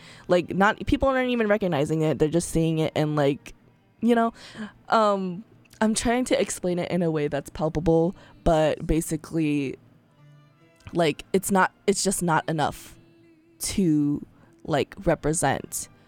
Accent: United States

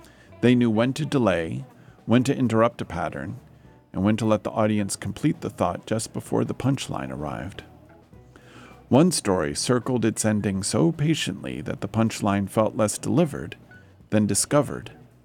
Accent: Washington, District of Columbia, United States; now in Davis, United States; I grew up in Washington, D.C., in the shadow of the National Mall, the Kennedy Center for the Performing Arts, and the 930 Club. Now that I live in Davis and move often between Davis and Sacramento

